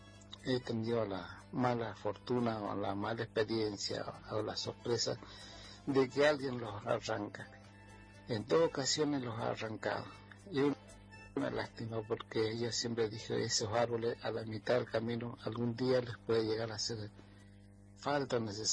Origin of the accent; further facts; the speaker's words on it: San Rafael, Mendoza, Argentina; Quiero contar, hace 44 años que trabajo en Malargüe, que conseguí trabajo y bueno, soy de San Rafael de Miwil.